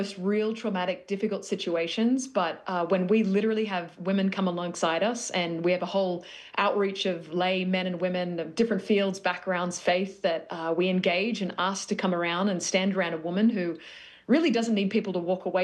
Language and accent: English; Sydney, New South Wales, Australia; moved away as an adult; now in Brooklyn, United States; I'm not from Brooklyn, but I'm working on my accent, which is clearly failing. I'm originally born Sydney, Australia